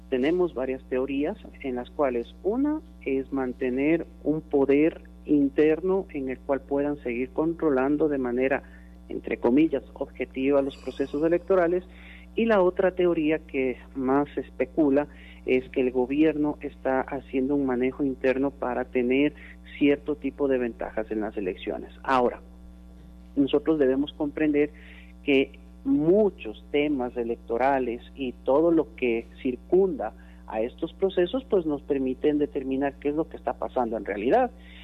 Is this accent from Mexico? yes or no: no; Ecuador; lo cual deberíamos nosotros como ecuatorianos tomar ya una posición más clara